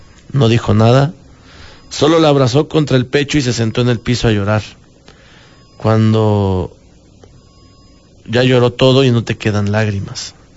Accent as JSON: {"language": "Spanish", "town": "Matamoros", "region": "Tamaulipas", "country": "Mexico", "said": "soy de Matamoros, Tamaulipas, y desde los 18 me dedico a la venta de ropa de paca."}